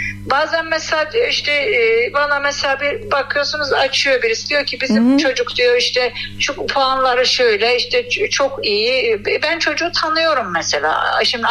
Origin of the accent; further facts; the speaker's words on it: İspir, Erzurum, Turkey; ben Erzurum'un İspir kazasına bağlı Çamlıkaya beldesindenim.